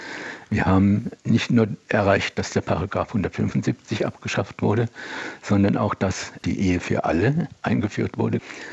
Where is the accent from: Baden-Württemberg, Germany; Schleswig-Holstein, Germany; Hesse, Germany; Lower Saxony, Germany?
Baden-Württemberg, Germany; now in Berlin, Germany; Also das war in meiner Jugend in der Nähe von Heidelberg immer noch nach wie vor der Fall.